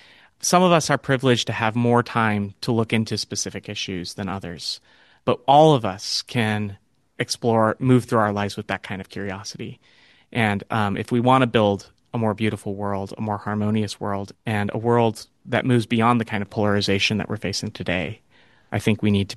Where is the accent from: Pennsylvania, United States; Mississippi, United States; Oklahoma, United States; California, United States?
California, United States; I grew up in the Sierra Nevada mountains of California, and I grew up next to the Yuba River and Lake Tahoe